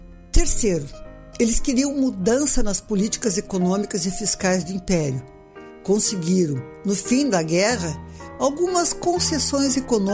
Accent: Rio Grande do Sul, Brazil

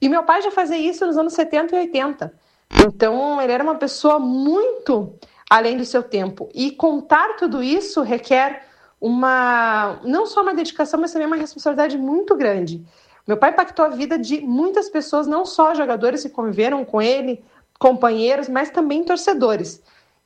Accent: Vacaria, Rio Grande do Sul, Brazil; moved away; Eu não nasci em Vacaria, mas eu tenho um respeito muito grande pela cidade, porque foi a terra que a minha família escolheu viver. Eu fui criada aí. E a terra que acolheu tanto a família do lado materno quanto paterno.

